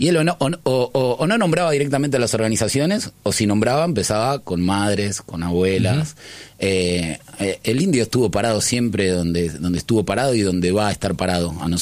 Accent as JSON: {"language": "Spanish", "region": "Buenos Aires", "country": "Argentina", "tie": "born or raised there"}